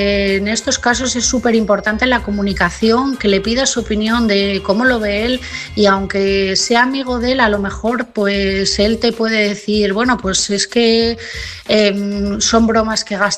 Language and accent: Spanish; Asturias, Spain